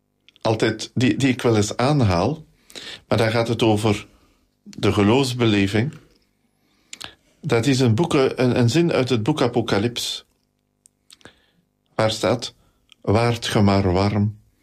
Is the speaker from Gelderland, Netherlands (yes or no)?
yes; Nederasselt, Gelderland, Netherlands; ik ben van Nederasselt. En... ik heb natuurlijk altijd iets bijzonders gehad met de patroonheilige van Nederasselt, de heilige Amandus, de apostel voor Vlaanderen.